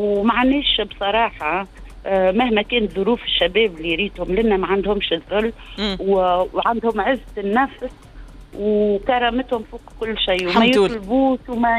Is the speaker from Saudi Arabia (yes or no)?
no; Tunisia; now in Belgium; انا فخوره الحقيقه واني تونسيه فخوره ديما نقول لهم جو سوي فيغ دات تونيزيان